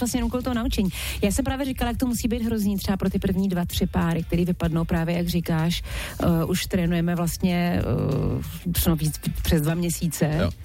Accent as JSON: {"language": "Czech", "region": "Moravia", "country": "Czechia", "said": "protože jsme z Moravy všichni. Ať je moravština, ať je Morava."}